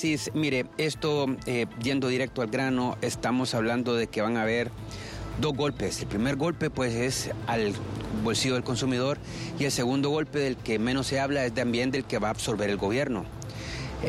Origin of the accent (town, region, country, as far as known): Honduras